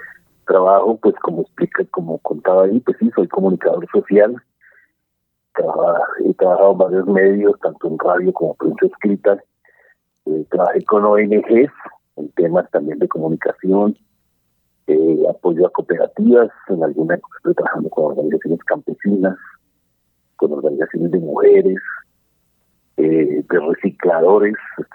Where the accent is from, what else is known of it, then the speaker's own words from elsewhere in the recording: Bogotá, Colombia; born there; also born or lived in Venezuela / Spain; yo soy de Bogotá, nací en el año 58. De pequeño viajamos una época a Venezuela, que en ese tiempo los colombianos se iban para Venezuela